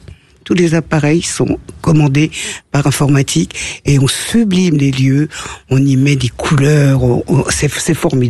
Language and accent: French; Auvergne-Rhône-Alpes, France; dans mon village natal. Oui, à côté du lac.